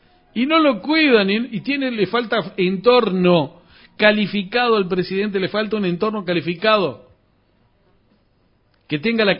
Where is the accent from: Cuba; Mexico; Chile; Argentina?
Argentina; 50 millones de argentinos.